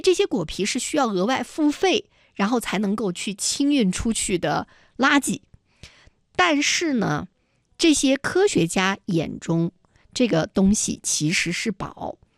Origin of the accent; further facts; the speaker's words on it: Yunnan, China; 但是我们云南人是不满足于此的。